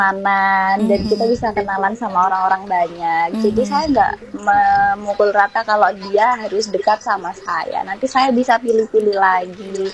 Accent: Lamongan, East Java, Indonesia; now in Surabaya, Indonesia; Dan saya dari Lamongan. Sekarang tinggalnya di Surabaya.

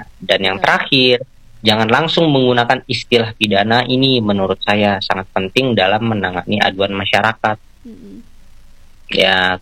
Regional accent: Jakarta, Indonesia; saya kan orang Jakarta.

